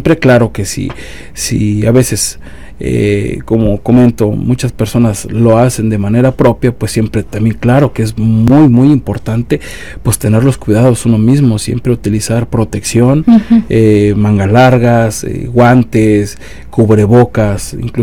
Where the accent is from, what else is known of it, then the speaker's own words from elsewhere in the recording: Mexico; esto lo vamos a superar como buenos mexicanos que somos, superamos cualquier cosa